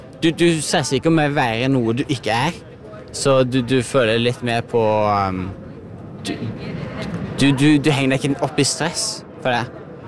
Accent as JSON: {"language": "Norwegian", "region": "Svalbard", "country": "Norway", "tie": "born or raised there", "also_born_or_lived": "Tromsø", "said": "Ja, det begynte hovedsakelig i Svalbard. Jeg ble født i Tromsø, bodde i Svalba"}